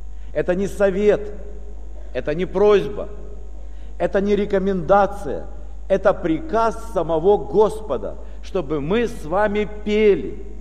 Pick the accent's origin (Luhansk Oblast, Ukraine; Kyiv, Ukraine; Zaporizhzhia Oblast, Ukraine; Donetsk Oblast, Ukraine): Kyiv, Ukraine; Я приехал к вам из Украины, из Киева.